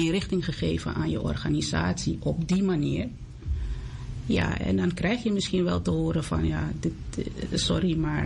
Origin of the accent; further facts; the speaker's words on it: Netherlands; born there; Ik ben in Nederland geboren. Ik heb hier gestudeerd. Ik heb er in loondienst gewerkt